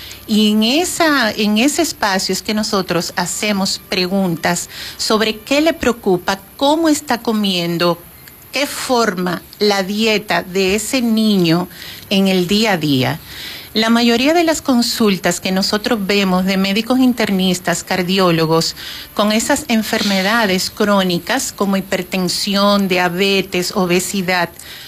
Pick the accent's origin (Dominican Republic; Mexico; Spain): Dominican Republic; moved away as an adult; now in Santo Domingo, Dominican Republic; Macorís no deja de sorprenderme porque aunque tengo alrededor de 30 años que salí de aquí, yo soy médico egresado de la Universidad Central del Este y tengo en Santo Domingo, pues, donde hice mi especialidad y ahí me quedé trabajando.